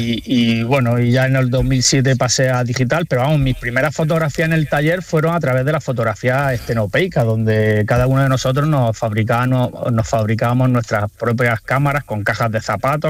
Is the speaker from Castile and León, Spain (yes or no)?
no; Roquetas de Mar, Andalusia, Spain; cuando decido, bueno, pues apuntarme a los talleres de Roquetas de Mar de mi pueblo, que todos los años pues hace talleres de cerámica, pintura y fotografía.